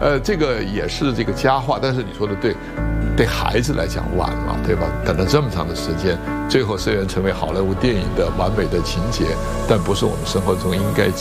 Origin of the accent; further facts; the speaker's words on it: China; 我们中国人讲家和万事兴